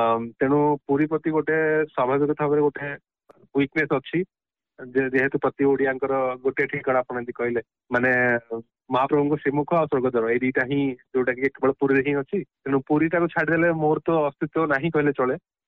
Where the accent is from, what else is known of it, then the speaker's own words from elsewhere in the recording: Dhenkanal, Odisha, India; born there; now in Hyderabad, India; ଓଡ଼ିଶାରେ ମୋ ଜନ୍ମସ୍ଥାନ ଢେଙ୍କାନାଳ, ହେଲେ ମୋ ମନର ଜାଗା ହେଲା ପୁରୀ।